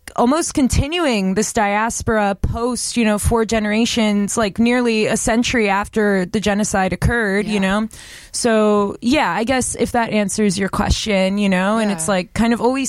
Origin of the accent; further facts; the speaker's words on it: Los Angeles, California, United States; born there; Deep Valley up in Porter Ranch. And then we like, you know, lost the house, whatever, moved to Canoga Park at the tip of Topanga Canyon.